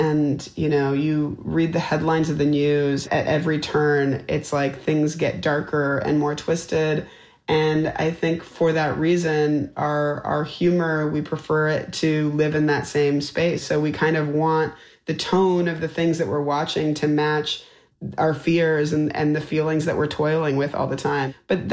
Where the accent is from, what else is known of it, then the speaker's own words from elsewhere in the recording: Canada; Hello, my friends! I am Canadian!